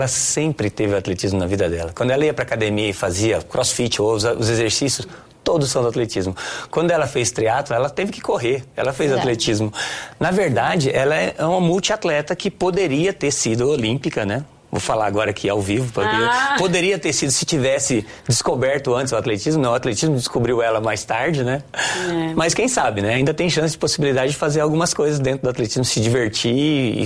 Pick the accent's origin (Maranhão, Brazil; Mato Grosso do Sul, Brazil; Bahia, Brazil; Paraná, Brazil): Mato Grosso do Sul, Brazil; Campo Grande; also born or lived in São Paulo; now in Campo Grande, Brazil; Eu voltei para minha cidade natal, Campo Grande, né, Mato Grosso do Sul, e lá eu fiquei 18 anos em São Paulo. Então eu continuo trabalhando aqui em São Paulo